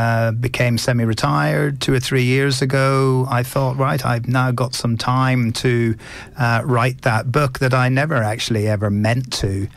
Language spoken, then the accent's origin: English; Ireland; I think I'm from Ireland